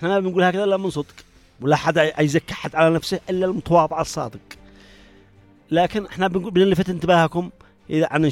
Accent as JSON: {"language": "Arabic", "country": "Yemen", "said": "احنا يمنيين الوقت لنا والبأثير لنا والشاشة لنا"}